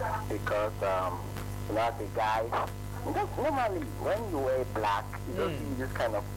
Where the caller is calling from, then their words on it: Calabar, Cross River, Nigeria; I'm calling from Calabar South.